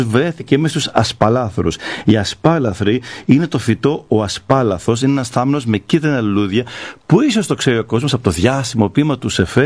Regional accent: Peloponnese, Greece; Εμείς στην Αρκαδία το σκέφτομαι πολλές φορές. Το λέμε σκεύομαι.

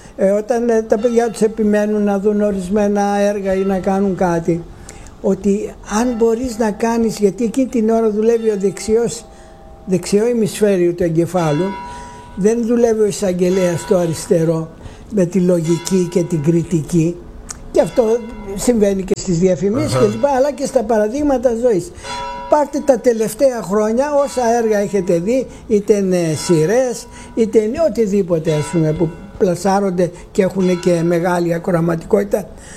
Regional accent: Greece; εμείς είμαστε Έλληνες

